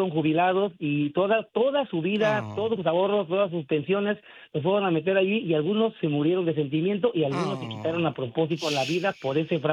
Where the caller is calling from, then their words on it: Yautepec, Morelos, Mexico; Y alrededor de ese pueblo de Yautepec, que es de donde yo soy